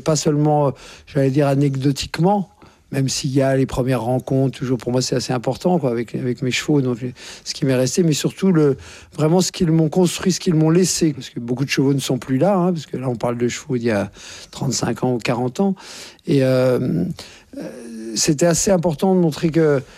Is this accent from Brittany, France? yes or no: no; Courbevoie, Île-de-France, France; born there; je suis né à Courbevoie, donc ce n'est pas une région, comme chacun sait, qui ne pullule pas de chevaux.